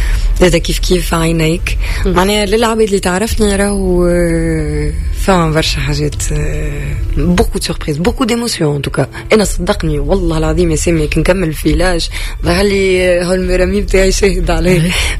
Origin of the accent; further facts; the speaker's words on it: Tunisia; حبيت نبدا في بلادي